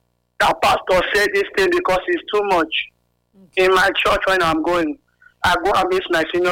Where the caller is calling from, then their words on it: Benin City, Edo, Nigeria; I'm calling from Benin City.